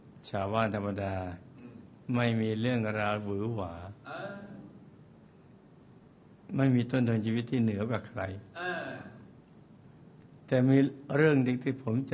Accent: Nakhon Ratchasima, Thailand; born there; ผมเกิดที่จังหวัดนครราชสีมา

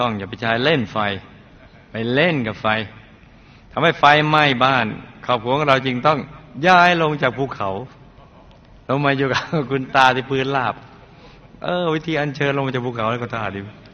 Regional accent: Songkhla, Thailand; ชีวิตในวัยเด็กของผมนั้นอยู่ที่จังหวัดสงขลาตั้งแต่เริ่มจำความได้ผมอยู่บนภูเขาไอ้สงขลามีภูเขาด้วยเลยที่มีแต่ต้นยางพารา

